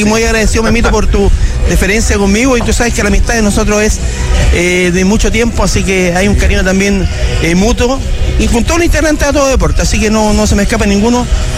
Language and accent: Spanish; Tocopilla, Antofagasta, Chile; born there; moved away; allá en Tocopilla, en mi tierra, donde está toda mi familia, donde están las raíces de mis padres, de mi madre